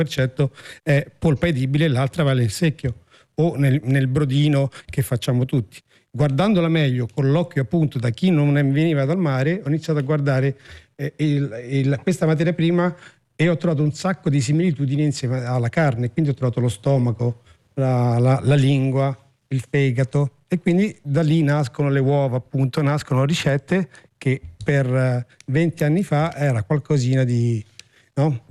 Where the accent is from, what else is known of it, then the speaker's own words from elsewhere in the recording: Fiuggi, Lazio, Italy; vengo da Fiuggi, la famiglia appunto di ristoratori